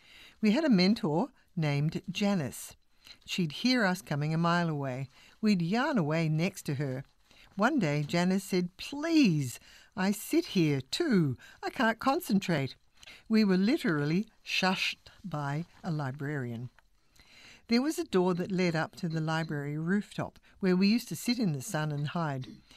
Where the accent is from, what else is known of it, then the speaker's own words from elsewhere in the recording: New South Wales, Australia; I'm from Kamilaroi in western New South Wales